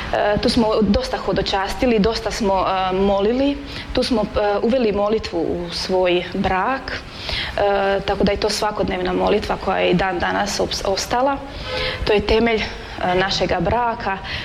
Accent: Strizivojna, Osijek-Baranja County, Croatia; dolazim iz Slavonije, mjesto Strizivojna pored Đakova. Supruga sam i majka šestero sinova. Moja obitelj je kršćanska

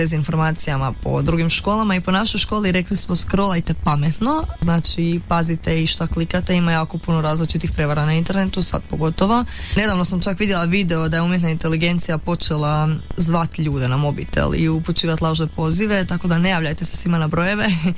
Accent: Croatia; mi dalje imamo taj neki svoj mentalitet jednako tu kod nas u Hrvatskoj, općenito na Balkanu

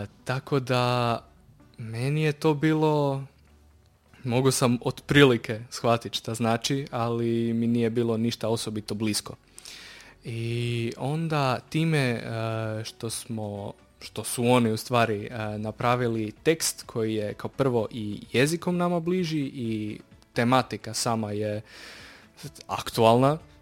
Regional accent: Pula, Istria County, Croatia; ja sam tu iz Pule

